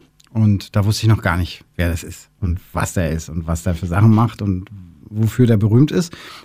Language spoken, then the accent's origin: German; Schwerin, Mecklenburg-Vorpommern, Germany; Also Schliemann ist Mecklenburger wie ich. Es gibt in Schwerin, wo ich herkomme, eine Büste